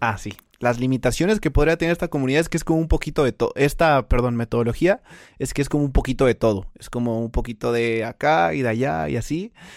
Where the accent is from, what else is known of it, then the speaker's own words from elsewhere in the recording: Mexico City, Mexico; yo al venir de aquí de Ciudad de México, porque soy de Ciudad de México